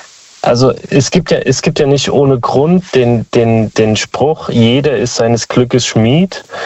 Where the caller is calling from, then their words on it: Speyer, Rhineland-Palatinate, Germany; Aus Speyer.